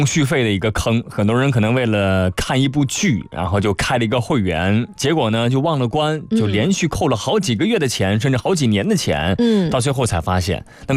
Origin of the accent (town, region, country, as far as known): Guangdong, China